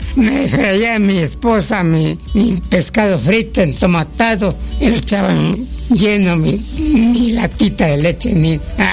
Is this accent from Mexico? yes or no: yes; Mexico; now in Nuevo Usumacinta, Mexico; Ahí nacimos y ahí quedó nuestro ombligo.